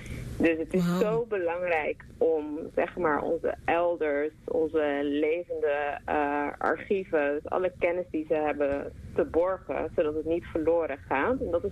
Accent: Rotterdam, South Holland, Netherlands; also born or lived in Curaçao; Ik ben een eilandskind, geboren op Curaçao en eigenlijk opgegroeid in verschillende leefwerelden in Rotterdam.

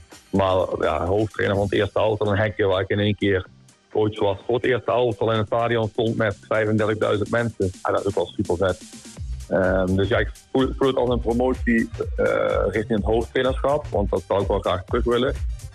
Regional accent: Netherlands; moved away as an adult; also born or lived in Sweden; now in Poland; Als Nederlander in Zweden werken

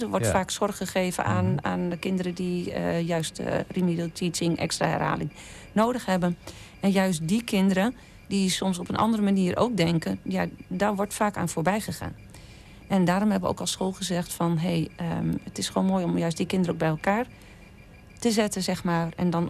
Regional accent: Hattem, Gelderland, Netherlands; moved away as an adult; now in Heerlen, Netherlands; ik ben opgegroeid in Hattem en in 2000... in 2018 ben ik naar Heerlen verhuisd.

